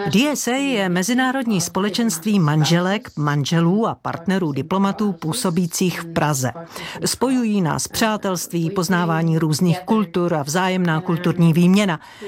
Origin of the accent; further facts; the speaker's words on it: Sweden; moved away as an adult; now in Prague, Czech Republic; a já jsem ze Švédska.